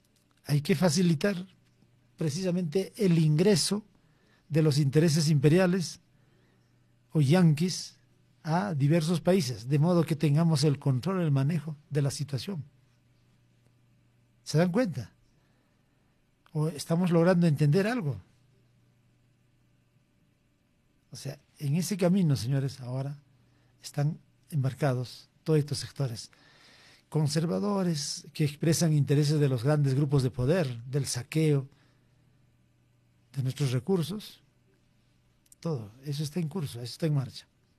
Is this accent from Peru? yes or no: yes; Peru